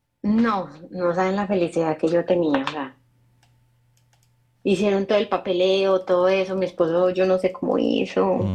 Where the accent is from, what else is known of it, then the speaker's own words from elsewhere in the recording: Colombia; moved away as an adult; Yo, pues obvio, vengo de Colombia, me vine aquí a vivir, pues, porque yo me casé con alguien de acá.